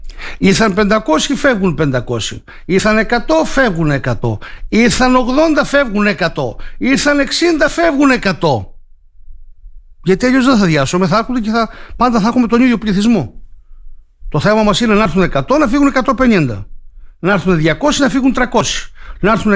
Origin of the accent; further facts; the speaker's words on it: Greece; Εμένα προσωπικά σαν Έλληνας μου κάνει τον ίδιο.